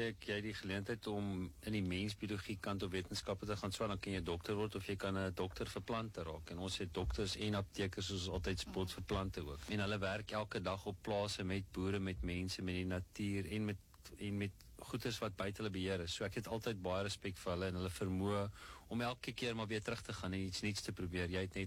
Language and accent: Afrikaans; Virginia, Free State, South Africa; Ek het groot geword in die Vrystaat, Noord-Vrystaat, meer spesifiek klein myndorpie, eintlik Virginia, maar daar was klomp mielieboerderye in die omgewing.